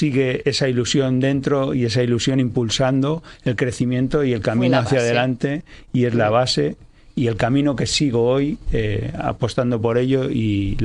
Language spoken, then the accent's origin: Spanish; Spain; born there; moved away; also born or lived in Madrid